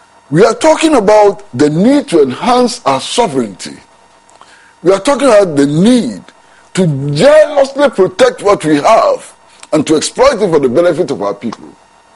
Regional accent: Ghana; I felt so proud as a Ghanaian.

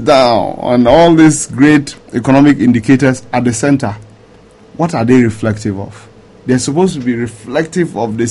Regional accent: Ghana; I'm a Ghanaian.

